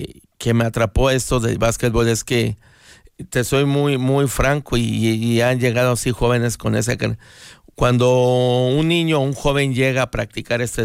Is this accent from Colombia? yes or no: no; Izúcar de Matamoros, Puebla, Mexico; Yo nací acá en Izúcar de Matamoros, y obviamente me siento muy, muy digno de ser de acá, de esta población tan bonita que es Izúcar. Y toda mi vida he crecido, me he formado.